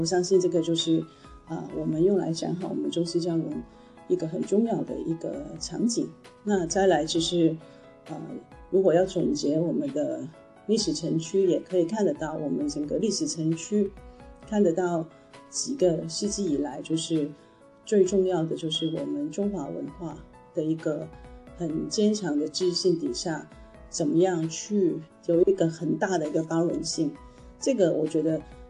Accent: Macau

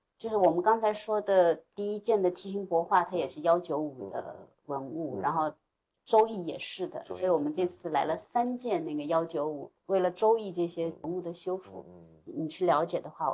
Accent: China

